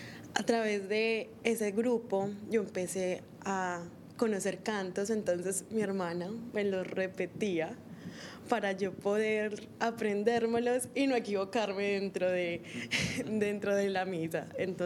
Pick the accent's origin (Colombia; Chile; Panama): Colombia; born or raised there; moved away